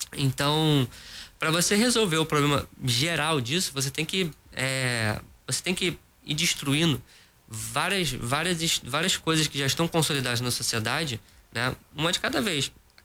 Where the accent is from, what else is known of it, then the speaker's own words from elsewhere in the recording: Brazil; Eu morei minha vida inteira na Zona Oeste